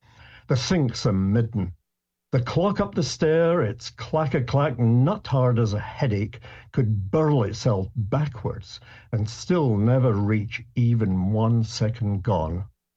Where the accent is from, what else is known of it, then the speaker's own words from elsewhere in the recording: Scotland, United Kingdom; I'm a Scot. That's my nationality. And that means that I speak in Scots, which, by the way, is a language.